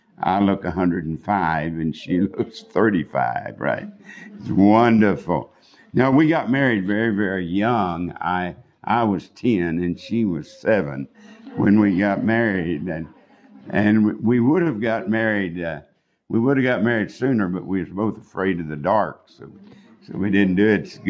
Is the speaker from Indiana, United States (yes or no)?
no; Texas, United States; a little Southern Baptist church in my hometown, about 50 miles outside of Amarillo.